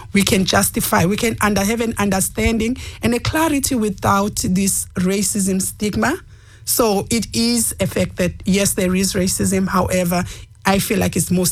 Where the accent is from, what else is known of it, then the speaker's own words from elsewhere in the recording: South Africa; moved away as an adult; now in Mayo, Ireland; I came from South Africa.